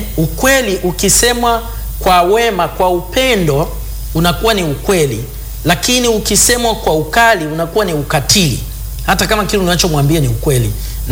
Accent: Tanzania; now in Botswana; Najua nilikuwa nimetoka Tanzania, kwa hiyo ni mgeni kutoka mbali, na briefcase yangu nimevaa suti.

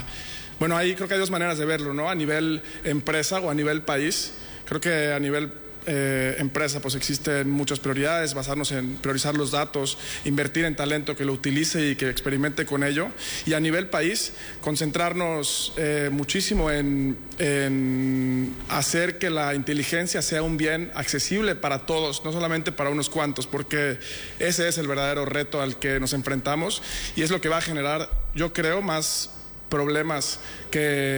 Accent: Mexico

